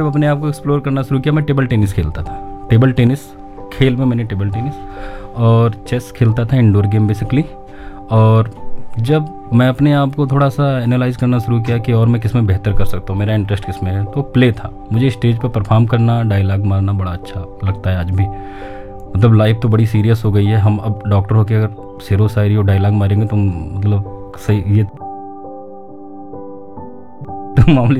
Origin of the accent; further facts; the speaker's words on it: Uttar Pradesh, India; moved away; also born or lived in Tripura; मुझे पता था मैं गाँव से बिलोंग करता हूँ, अगर मैं पढ़ाई की तरफ नहीं गया तो मेरे पास और कोई दूसरा मौका नहीं है कि गाँव से निकल कर मैं गोंडा भी पहुँच पाऊँ।